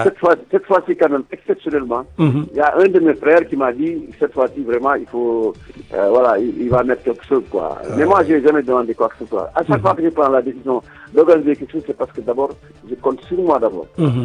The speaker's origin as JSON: {"language": "French", "region": "Dakar", "country": "Senegal", "tie": "born or raised there", "also_born_or_lived": "Richard-Toll", "said": "premier problème, c'est que moi, c'est vrai, je suis de Richard, mais moi, j'ai fait toutes mes humanités à Dakar. Et voilà quoi, j'habite à Dakar en réalité. Non, je suis né à Richardson."}